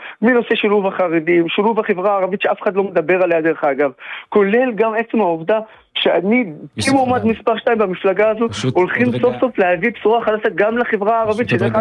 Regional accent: Nazareth, Northern District, Israel; אני כערבי ישראלי מנצרת שהתחנך וגדל גם על הערכים המערביים האלה שספקתי מתוך מדינת ישראל

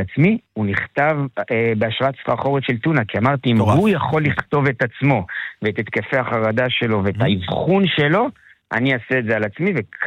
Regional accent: Jerusalem, Jerusalem District, Israel; now in Tel Aviv, Israel; קודם כל במקור אני ירושלמי

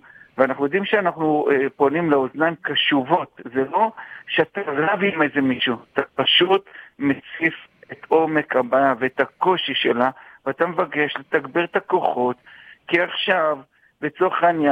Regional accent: Jerusalem, Jerusalem District, Israel; גדלתי בגבעת מרדכי בירושלים.

